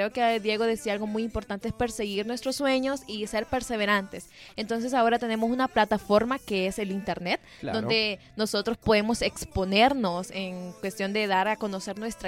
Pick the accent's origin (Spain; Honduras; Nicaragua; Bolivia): Honduras; nosotros como hondureños